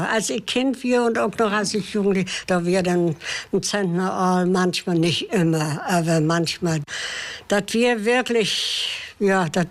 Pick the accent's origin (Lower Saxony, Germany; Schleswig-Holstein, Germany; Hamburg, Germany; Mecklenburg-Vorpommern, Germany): Mecklenburg-Vorpommern, Germany; Seedorf; also born or lived in Rügen; Ich bin in Seedorf auf Rügen geboren und auch auf Wossen. Und mein Vater wird Zesenfische.